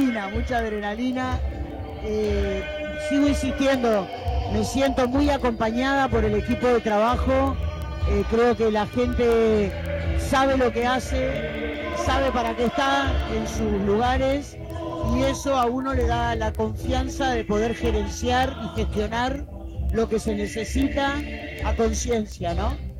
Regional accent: Argentina; reconocernos como argentinos.

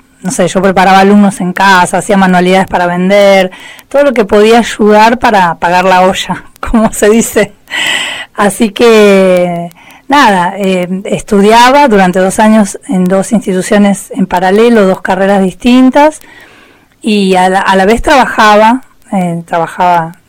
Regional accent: Ranelagh, Buenos Aires Province, Argentina; moved away as an adult; now in Patagonia, Argentina; yo nací en Capital Federal y me crié en el conurbano bonaerense, en la zona sur, en la localidad de Ranelac, partido de Berazategui.

